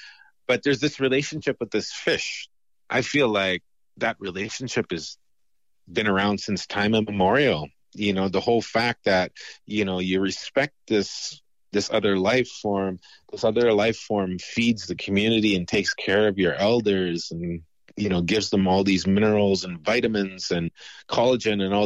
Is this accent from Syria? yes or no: no; Canada; where I grew up in Winooe.